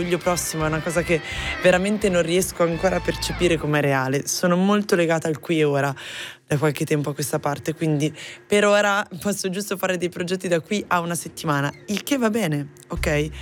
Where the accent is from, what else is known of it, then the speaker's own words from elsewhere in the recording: Milan, Lombardy, Italy; sono di Milano.